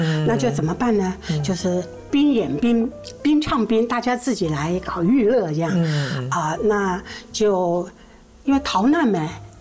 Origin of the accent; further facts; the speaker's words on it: Taiwan; 我是台湾土生土长的，有很多人呢、很多观众朋友啊，都以为我是大陆过来的，其实因为听我这个口音吧